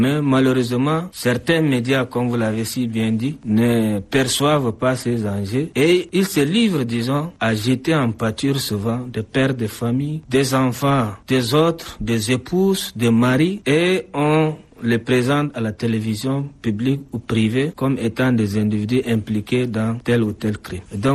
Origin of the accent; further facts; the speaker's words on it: Chad; Par exemple, chez nous au Tchad, dans la plupart des cas, on a ce qu'on appelle nos chefs de race